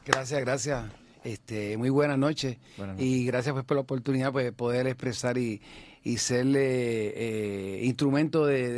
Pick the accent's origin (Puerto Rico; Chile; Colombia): Puerto Rico; Carolina; yo vengo de mi pueblo, Carolina. Un pueblo bien deportista, la urbanización Rosa María